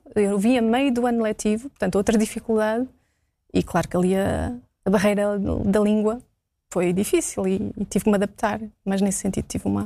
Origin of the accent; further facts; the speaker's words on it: Coimbra, Centro, Portugal; born there; Foi uma decisão, a minha mãe veio bem grávida para Portugal para eu nascer em Coimbra.